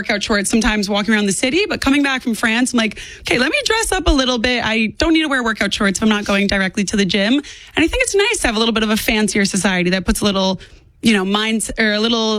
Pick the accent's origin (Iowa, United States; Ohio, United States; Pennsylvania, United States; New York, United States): New York, United States; Born and raised, Upper West Side, city kid strong.